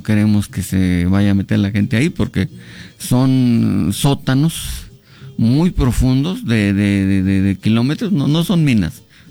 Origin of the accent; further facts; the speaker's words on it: Zimapán, Hidalgo, Mexico; moved away; Y nosotros vivimos en esta zona. Yo cuando pues era niño, siempre renegaba de ¿por qué habré nacido en este lugar tan horrible? Que no, es que está feo. Está lleno de piedras y de polvo y de tierra y de nopales. Pero no conocía yo mi municipio